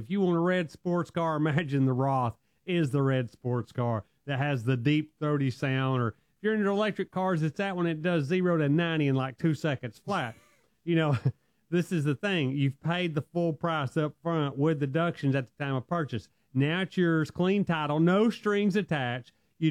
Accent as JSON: {"language": "English", "region": "Alabama", "country": "United States"}